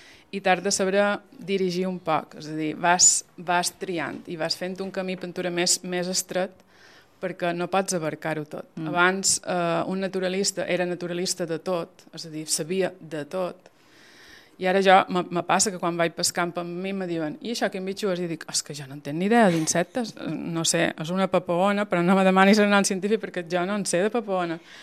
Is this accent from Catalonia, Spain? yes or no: no; Fornalutx, Balearic Islands, Spain; born there; Jo he nascut a Bonafornalutx, Sóller, una cama a cada banda.